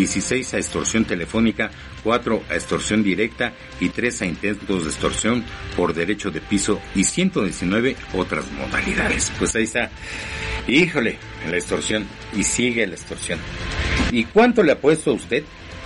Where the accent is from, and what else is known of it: Mexico